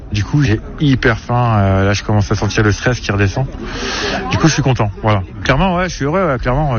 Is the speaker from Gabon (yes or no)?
no; Grand Est, France; Bah, c'est la seule que je vais pouvoir immortaliser et encore plus de pouvoir le faire chez moi en Alsace.